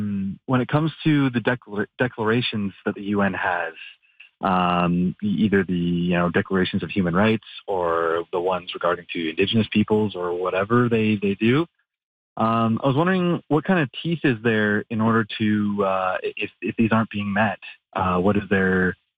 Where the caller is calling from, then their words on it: Chetwynd, British Columbia, Canada; calling from Chetwynd, up north.